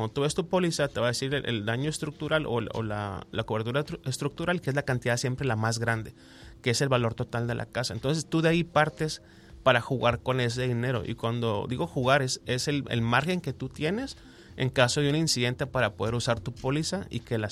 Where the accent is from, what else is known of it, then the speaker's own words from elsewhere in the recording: Mexico; como buenos mexicanos, no nos gusta usar el seguro.